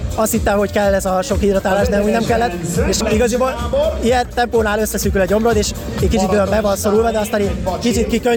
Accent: Hungary; Szóval örülök, hogy legalább magyarként sikerült behozni ezt a Budapest.

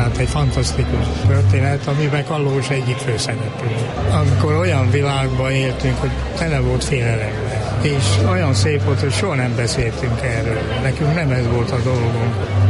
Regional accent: Harghita, Romania; Ugye én a Csíki székely vagyok

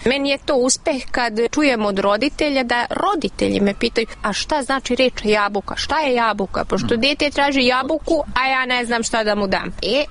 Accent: Vojvodina, Serbia; first language Hungarian; Serbian is a second language; now in Hungary; Ja sam Mađarica iz Vojvodine. Moj materni jezik je mađarski, ali govorim srpski jezik kao i tamo kod nas jezik sredine.

